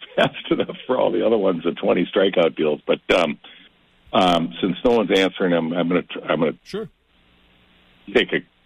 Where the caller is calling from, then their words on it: Outing, Minnesota, United States; from Outing.